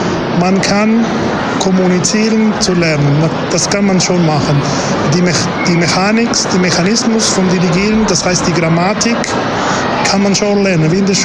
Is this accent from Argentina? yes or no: yes; Argentina; now in France; Ich komme aus Argentinien und wir haben die Tradition von Italien übernommen.